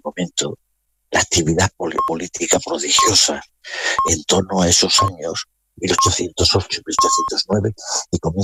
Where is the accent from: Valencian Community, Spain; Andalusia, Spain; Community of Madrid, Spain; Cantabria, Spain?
Andalusia, Spain; Seville